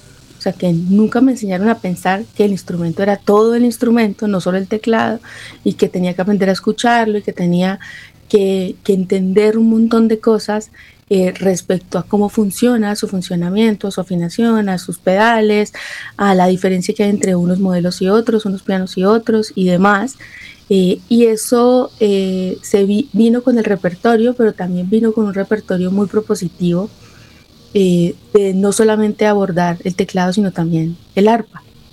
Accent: Sogamoso, Boyacá, Colombia; moved away; Yo estudié piano porque era lo único que podía estudiar en Sogamoso, teclado, en donde yo nací

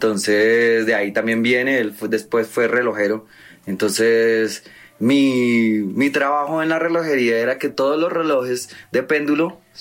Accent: Colombia; born there; una banda municipal con la que yo jugaba cuando niño en San Pedro.

